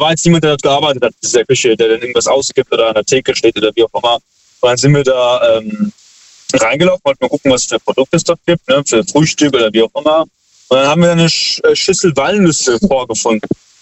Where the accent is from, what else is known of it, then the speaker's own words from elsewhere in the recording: Heidelberg, Baden-Württemberg, Germany; Ja, wir sind aus Heidelberg.